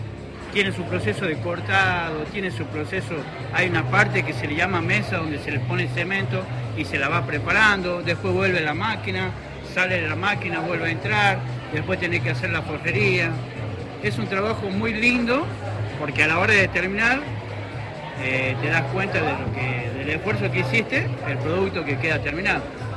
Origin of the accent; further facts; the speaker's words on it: San Fernando del Valle de Catamarca, Catamarca, Argentina; born there; Somos de acá, de Catamarca Capital, y nacimos acá